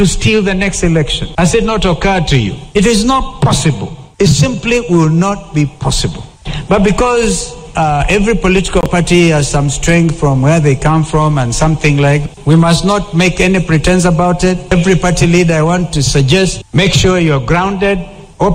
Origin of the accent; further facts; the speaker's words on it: Kenya; And that is the beauty of being a Kenyan. Because Kenyans have come of age.